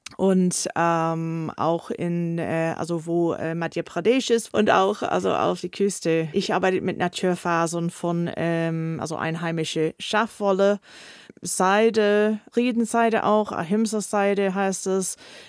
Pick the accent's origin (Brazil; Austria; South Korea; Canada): Canada; German is a second language; moved away as an adult; now in Tübingen, Germany; Ja, also ich komme aus Kanada. Ich bin hier in Deutschland in Tübingen seit 2016.